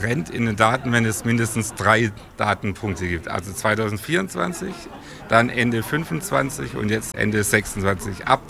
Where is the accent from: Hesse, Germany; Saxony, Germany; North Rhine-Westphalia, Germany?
Saxony, Germany; Chemnitz; als Chemnitzer, ja, an der TU Chemnitz